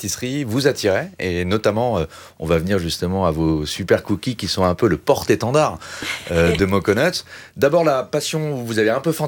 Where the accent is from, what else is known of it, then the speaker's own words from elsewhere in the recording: Japan; car je cherchais à retrouver un cookie de mon enfance au Japon.